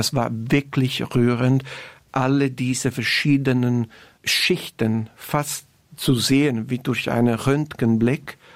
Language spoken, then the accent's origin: German; Italy; für mich als Italiener, der in Neapel ist